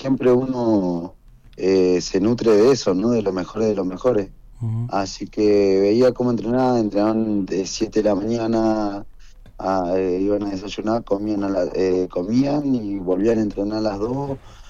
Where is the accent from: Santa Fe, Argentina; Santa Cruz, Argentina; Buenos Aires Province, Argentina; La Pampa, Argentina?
Santa Cruz, Argentina; El Calafate; born there; estoy radicado, vivo de los 8 años, tengo 26 años y de los 8 años que vine a...